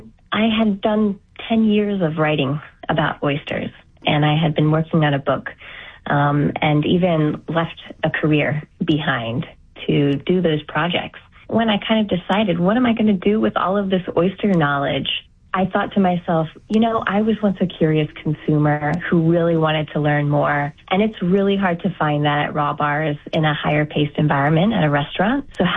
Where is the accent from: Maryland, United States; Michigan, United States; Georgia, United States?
Maryland, United States; also born or lived in Eastern Shore, Maryland / Washington, D.C. area; now in Maine, United States; I was born on the Eastern Shore in Maryland and just across from the Chesapeake Bay Bridge. And then kind of moved around the Maryland area, around D.C. for most of my childhood.